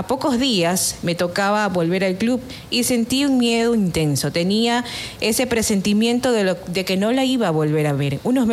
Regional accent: Ecuador; Soy el primer ecuatoriano en ganar una Champions, es especial.

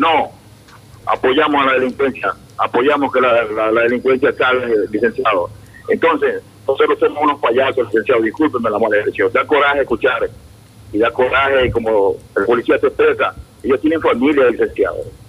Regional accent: Ecuador; nosotros como pueblo ecuatoriano deberíamos quedarnos quietos

